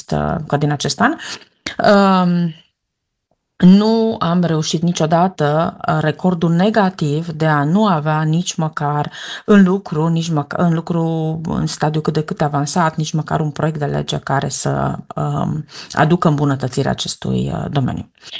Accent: Baia Mare, Maramureș County, Romania; pentru un turist din Baia Mare, pentru că eu sunt din Baia Mare

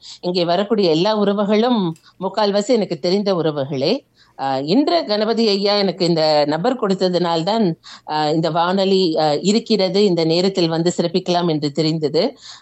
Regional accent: Vellore district, Tamil Nadu, India; என்னுடைய சொந்த ஊர் வந்து வேலூர் மாவட்டம்.

